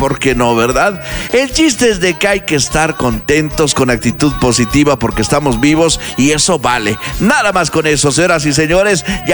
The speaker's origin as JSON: {"language": "Spanish", "town": "Pachuca", "region": "Hidalgo", "country": "Mexico", "tie": "born or raised there", "said": "O los invito a mi pueblo allá, Pachuca. ¡Ah, qué delicia! En todo el estado de Hidalgo."}